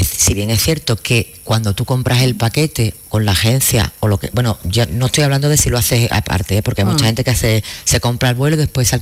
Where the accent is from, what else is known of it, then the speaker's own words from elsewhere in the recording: Spain; nosotros tenemos como españoles